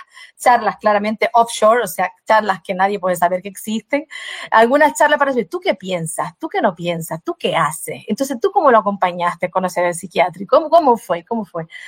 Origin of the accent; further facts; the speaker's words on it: Brazil; Spanish is a second language; Yo soy indígena, yo soy brasileña, natural brasileña, yo soy indígena.